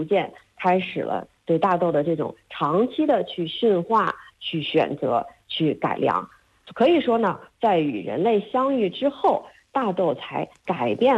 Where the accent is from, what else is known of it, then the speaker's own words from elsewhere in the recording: China; 咱们中国